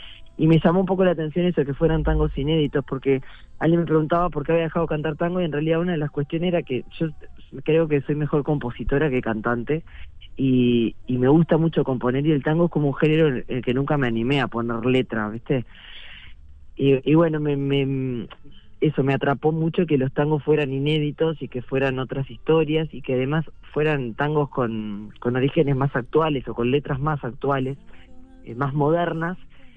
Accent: Montevideo, Uruguay; born there; now in Minas, Uruguay; yo soy de Montevideo, nací en Sayago, pero vivo en Minas hace ya casi 17 años que me vine.

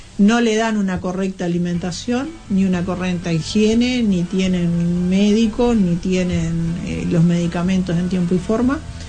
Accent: Uruguay

